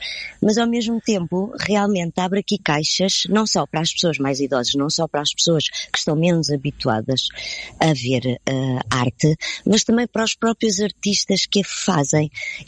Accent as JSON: {"language": "Portuguese", "town": "Abrantes", "region": "Santarém", "country": "Portugal", "tie": "born there", "said": "até porque Abrantes, eu nasci em Abrantes, e até porque Abrantes tem o Centro Vital"}